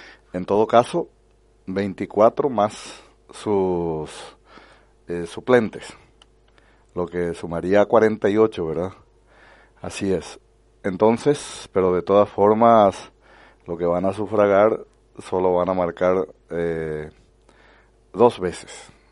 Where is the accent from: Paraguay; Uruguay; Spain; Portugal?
Paraguay; Luque, Central; Porque yo recuerdo cuando llegué recién en este lugar, vine de la ciudad de Luque y en el 2013, si mal no recuerdo, tenía que ir a votar en Luque todavía.